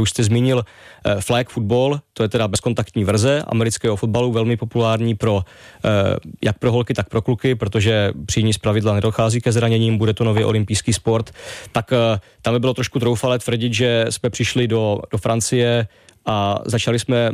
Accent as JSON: {"language": "Czech", "town": "Ostrava", "region": "Moravian-Silesian Region", "country": "Czechia", "said": "já jsem z Ostravy, tak nemůžu použít ani jednoho z hlavních pražských klubů"}